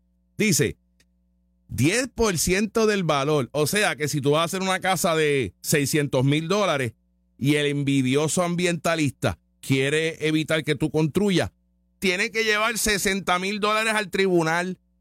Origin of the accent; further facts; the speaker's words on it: Puerto Rico; Yo como puertorriqueño